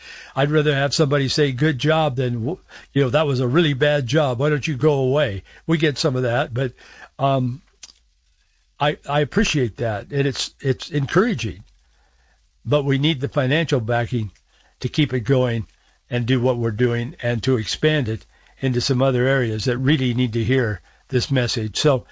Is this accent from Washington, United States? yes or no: yes; Yakima, Washington, United States; I was born and raised in Yakima. We lived in the valley for a number of years, then my parents moved back to Yakima again.